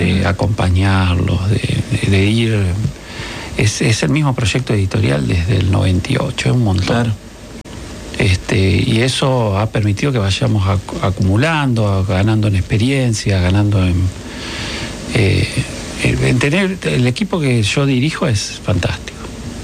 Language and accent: Spanish; Viedma, Río Negro, Argentina; now in Santa Fe, Argentina; Así que soy de Viedma, de Río Negro. El documento dice otra cosa, porque arranqué en Santa Fe, pero me crié en Viedma. Y después me vine a vivir acá, soy estudiante de esta universidad